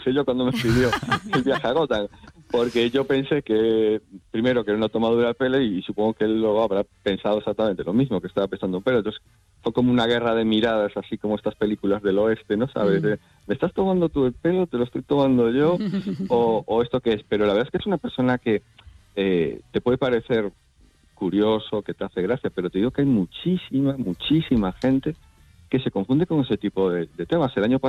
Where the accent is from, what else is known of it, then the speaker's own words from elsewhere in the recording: Galicia, Spain; No, yo soy gallego, tengo la típica sorna gallega de toda la vida